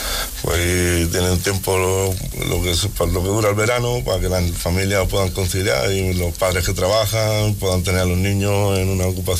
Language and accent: Spanish; Andalusia, Spain; Mi compañero José Antonio de Lanteira y, bueno, mi hermano y yo, pues, somos de Fonera.